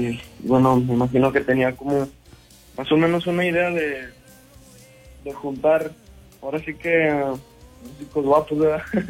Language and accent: Spanish; San Luis Potosí, Mexico; Somos originarios de San Luis Potosí.